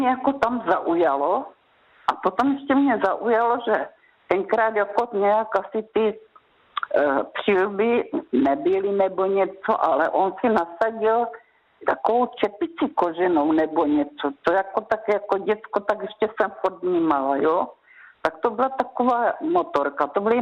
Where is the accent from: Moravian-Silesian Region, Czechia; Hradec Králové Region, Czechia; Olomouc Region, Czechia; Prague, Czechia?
Olomouc Region, Czechia; Olomouc; já jsem jezdila jako holka k dědečkovi na Svatý kopeček, protože jsem bydlela v Olomouci